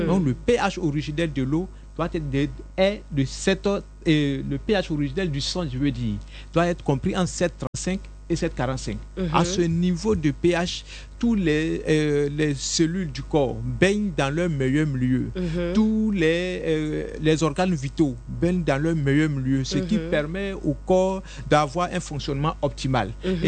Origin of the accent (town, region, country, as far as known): Côte d’Ivoire